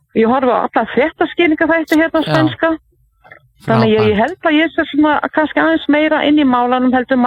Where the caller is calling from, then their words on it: Torrevieja, Valencian Community, Spain